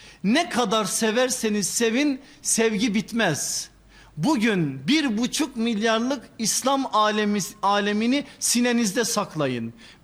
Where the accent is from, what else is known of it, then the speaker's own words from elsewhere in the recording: Erzurum, Turkey; mesela ben Erzurumluyum biliyorsunuz, bizde biraz daha fazladır o.